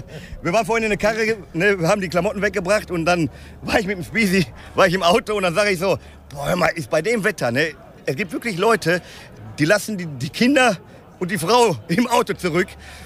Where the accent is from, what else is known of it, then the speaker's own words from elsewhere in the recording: Gelsenkirchen, North Rhine-Westphalia, Germany; wir kommen hier aus Gelsenkirchen und waren heute hier der Opener, die Lokalmatadore sozusagen